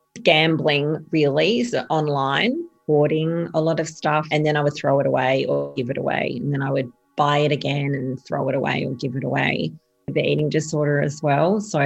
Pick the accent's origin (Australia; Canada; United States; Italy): Australia; Adelaide, South Australia; I grew up in Adelaide's southern suburbs. It was a small hills community. I have a little sister.